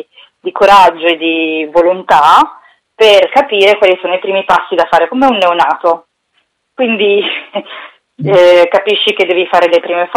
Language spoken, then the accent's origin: Italian; Milan, Lombardy, Italy; Io sono cresciuta a Milano.